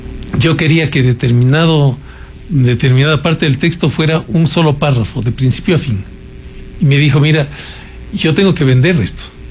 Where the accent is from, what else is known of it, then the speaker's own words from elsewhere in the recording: Ecuador; mi país, Ecuador